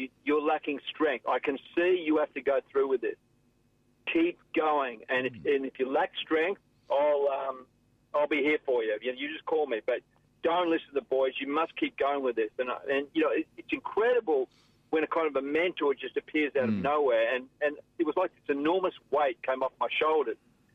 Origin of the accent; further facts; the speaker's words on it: Melbourne, Victoria, Australia; to where I grew up in Essendon